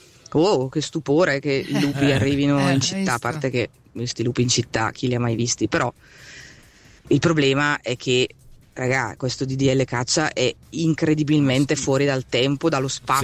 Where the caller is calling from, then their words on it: Brescia, Lombardy, Italy; Io sono di Brescia